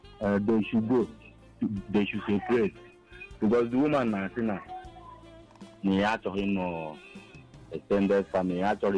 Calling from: Enugu, Enugu State, Nigeria; I'm calling from Enugu.

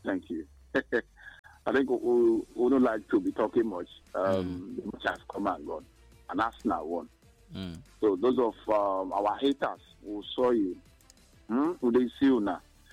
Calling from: Kwabinimbo, Ghana; Energy. I'm calling from Kwabinimbo.

